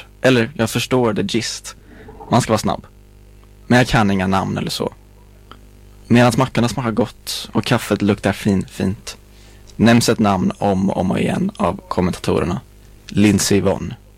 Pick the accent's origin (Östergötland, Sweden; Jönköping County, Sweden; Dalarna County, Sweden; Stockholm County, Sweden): Jönköping County, Sweden; Gränna; Det är en söndag morgon hemma i Gränna.